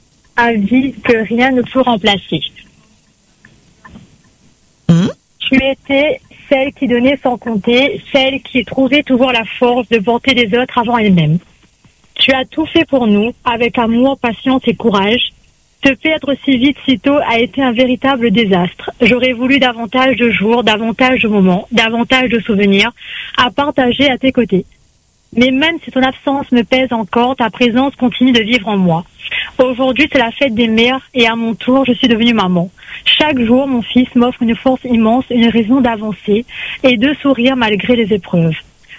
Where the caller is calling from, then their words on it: Sainte-Suzanne, Réunion; Alors, de Bâle-Saint-Suzanne, mais là, je vais à Saint-Pierre.